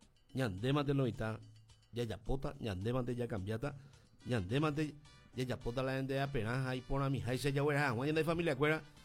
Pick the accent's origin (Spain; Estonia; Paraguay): Paraguay; Coronel Oviedo, Caaguazú